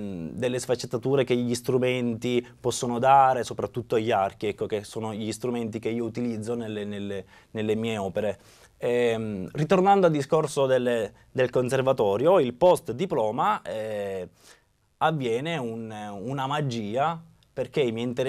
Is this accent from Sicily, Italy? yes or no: yes; Palermo, Sicily, Italy; now in Milan, Italy; vengo da Palermo, anche se vivo da qualche anno a Milano. Inizio gli studi del pianoforte a 8 anni, sempre a Palermo